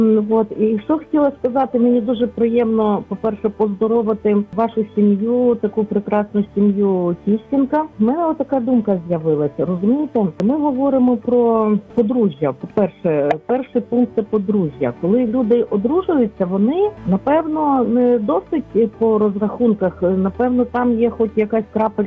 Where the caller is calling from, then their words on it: Lviv, Lviv Oblast, Ukraine; я зі Львова.